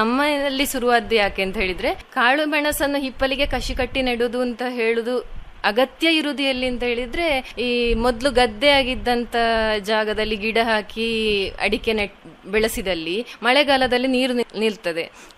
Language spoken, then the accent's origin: Kannada; Markanja, Karnataka, India; born there; moved away as an adult; now in Sediyappu, India; ನಾನು ಹುಟ್ಟಿದ್ದು ಸುಳ್ಯ ತಾಲೂಕಿನ ಮರ್ಕಂಜ ಗ್ರಾಮದಲ್ಲಿ. … ಕೃಷಿ ಕುಟುಂಬ.